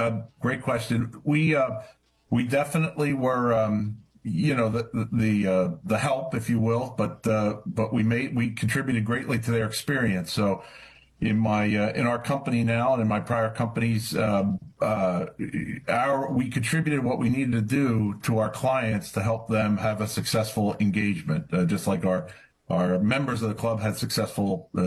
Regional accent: Havertown, Pennsylvania, United States; I'm from Havertown, Pennsylvania. I'm one of five, and I'm the oldest of five

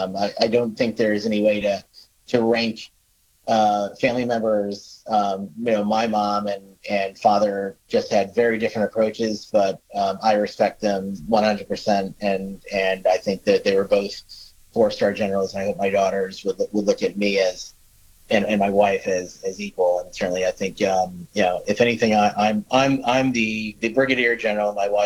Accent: Bethel, Connecticut, United States; And I grew up in Bethel, Connecticut, which is very close to Newtown.

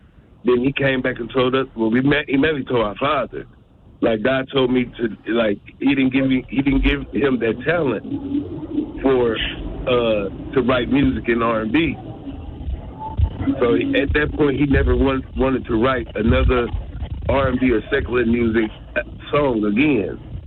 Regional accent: Milwaukee, Wisconsin, United States; also born or lived in Napa; We was born in Napa, raised in Milwaukee.

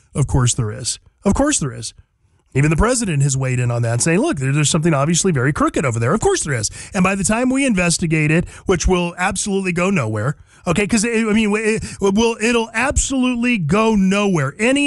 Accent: California, United States; moved away as an adult; And I'm from California, born and raised.

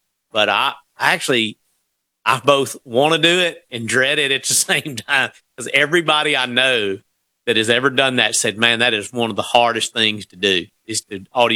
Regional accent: Mississippi, United States; it was really about relationships and growing up in Mississippi.

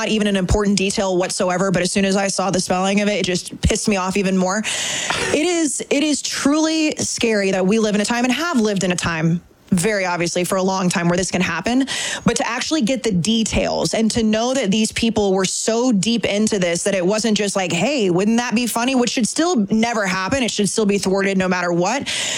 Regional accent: Texas, United States; now in New York, United States; because I'm now in New York, even though I'm from Texas.

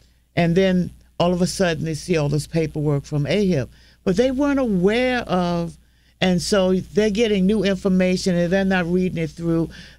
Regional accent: Esmont, Virginia, United States; Originally, I'm from Esmont, but I also live in the Fifield neighborhood.

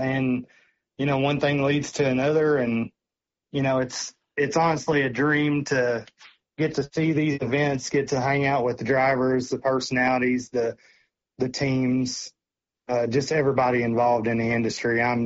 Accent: Kentucky, United States; Growing up in Western Kentucky

